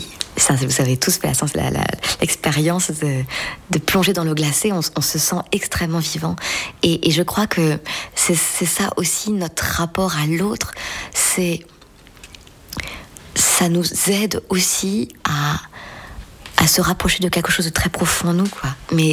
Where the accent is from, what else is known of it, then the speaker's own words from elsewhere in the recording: Brittany, France; moved away; Moi, je viens de la mer, j'ai grandi en Sud-Bretagne, et je ne connaissais pas la rivière avant de connaître Emilien.